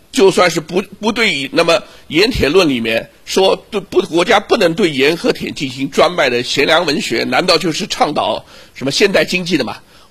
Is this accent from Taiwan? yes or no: no; China; 我们中国人